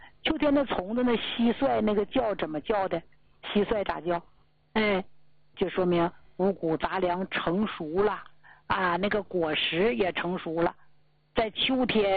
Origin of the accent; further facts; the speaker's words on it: Northeast China, China; 土生土长的东北人，你像我现在我就愿意在东北待着，这北京还将就，你再往南一点我受不了